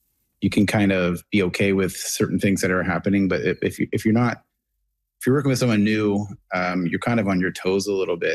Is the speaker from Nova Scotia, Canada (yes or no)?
yes; Clark's Harbour, Nova Scotia, Canada; Because it was always the Shag Harbor, and I always knew the town as Clark's Harbor